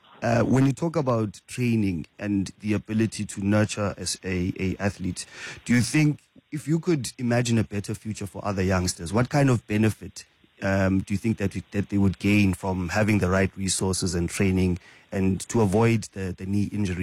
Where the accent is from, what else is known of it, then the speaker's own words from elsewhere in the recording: East London, Eastern Cape, South Africa; I come from East London for it to end. Emondi, and now called, of course, Kukombo City. When I grew up, we used to drive, and then all you'd see is people running in the freeway.